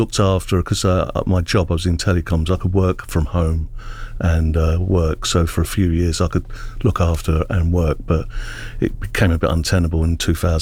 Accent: London, United Kingdom; moved away as an adult; now in Northampton, United Kingdom; She comes from Northampton and I come from London, worked for the post office, and I managed to get a house up here because of the development.

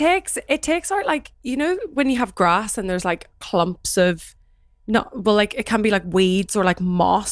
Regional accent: Northern Ireland, United Kingdom; accent: Northern Irish; my Northern Irish accent.

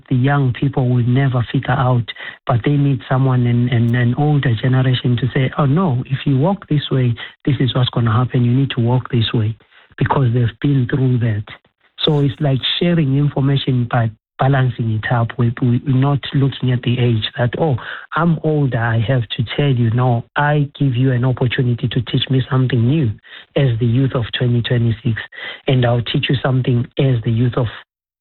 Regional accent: South Africa

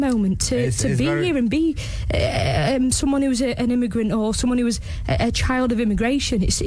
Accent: Worksop, East Midlands, United Kingdom; born there; now in Castleford, United Kingdom; I was born here. I was born in Worksop. I've lived here all my life, and I was walking to the pub, forgive me if I get upset, I was walking to the pub in where I live in Castleford

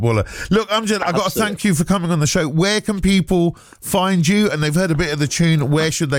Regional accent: United Kingdom; like we're all British Asian, we're behind this team.

